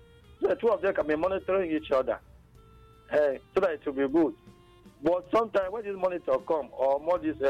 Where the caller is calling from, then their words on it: Cross River, Nigeria; I'm calling from Cross River State.